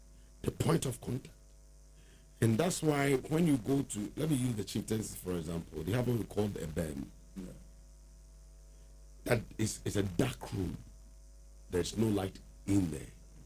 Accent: Ghana; Me, I come from Ainfi

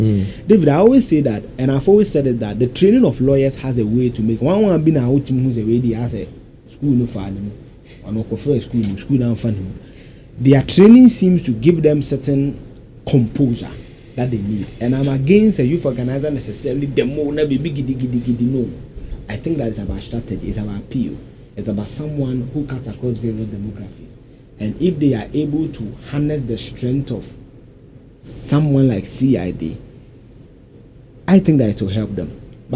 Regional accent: Koforidua, Eastern Region, Ghana; I grew up in Koforidua.

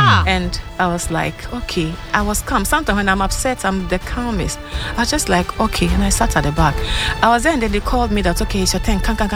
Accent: Ghana; And you know, I won't even force myself there that I am Ghanaian, support me.

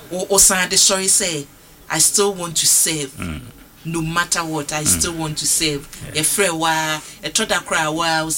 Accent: Brazil; know Argentina, I'm from Brazil.

